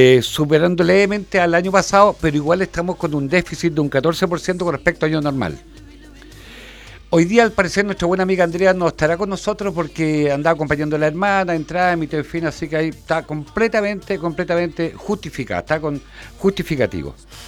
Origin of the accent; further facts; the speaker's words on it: Puerto Montt, Los Lagos, Chile; cuando era chico y nos íbamos caminando con los hermanos de nuestra casa, el barrio Lynch, al colegio